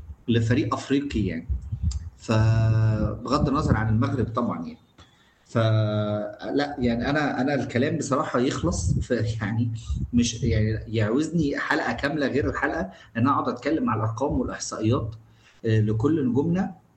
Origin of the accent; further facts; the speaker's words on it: Egypt; أنا شخصيا كمصري وكعربي وكأفريقي